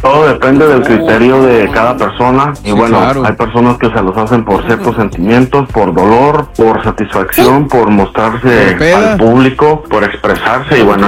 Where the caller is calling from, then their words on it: Guatemala; Soy de Guatemala.